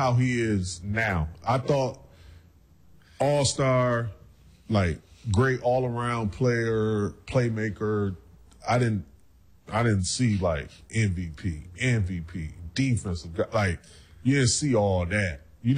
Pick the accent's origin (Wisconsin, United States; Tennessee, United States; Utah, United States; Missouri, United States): Wisconsin, United States; Milwaukee; born there